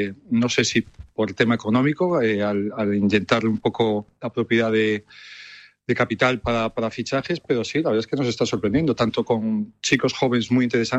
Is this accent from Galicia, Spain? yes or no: yes; Oleiros, Galicia, Spain; bueno, que sepas que yo soy de Oleiros, vivo en Oleiros.